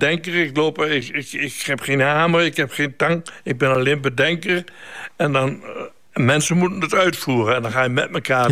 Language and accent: Dutch; Slagharen, Overijssel, Netherlands; Ik kom origineel uit Slagharen.